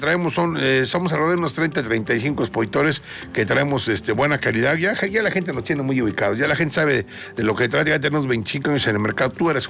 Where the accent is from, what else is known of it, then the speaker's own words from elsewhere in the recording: Mexico; se vale regatear, se vale, no, ahí somos mexicanos.